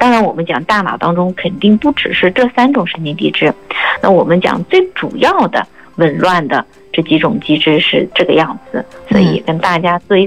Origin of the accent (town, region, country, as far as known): China